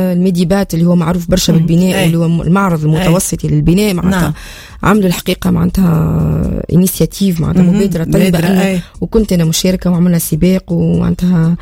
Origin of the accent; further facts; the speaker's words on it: Tunisia; واحنا عندنا في تونس المهارات